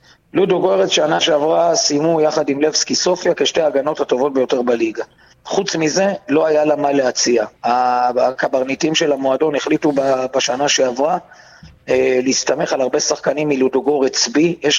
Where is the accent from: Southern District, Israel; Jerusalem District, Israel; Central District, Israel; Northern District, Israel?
Central District, Israel; Petah Tikva; דרבי פתח תקוואי, העיר שגדלתי בה, בירת ישראל.